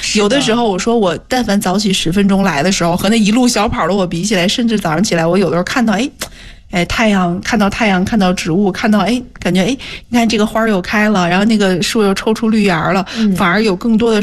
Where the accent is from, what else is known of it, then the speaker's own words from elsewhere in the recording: Northeast China, China; now in Beijing, China; 在我们老家像东北嘛